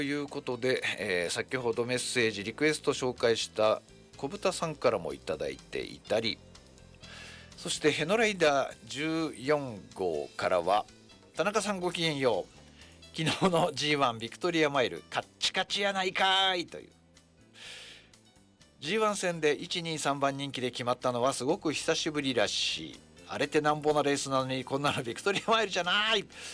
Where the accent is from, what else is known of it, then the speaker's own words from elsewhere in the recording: Tokyo, Japan; now in Ninohe, Japan; 僕も東京にで生まれ育って、まあ、東京っていうのは東京の真ん中じゃなくて本当に端っこなんですけど